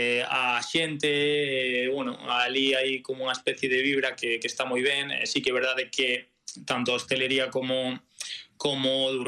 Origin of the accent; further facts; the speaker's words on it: A Coruña, Galicia, Spain; Sí, sí, eu vou vivir na Coruña coa miña parella, ao final eu son daqui, sí, sí, vou vivir na Coruña, ao final a Coruña é increíble.